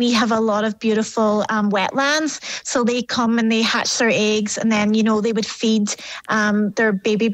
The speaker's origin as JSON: {"language": "English", "town": "Quigley's Point", "region": "County Donegal", "country": "Ireland", "moved": "as an adult", "lives_now": "Salt Lake City, United States", "said": "I'm from Donegal originally."}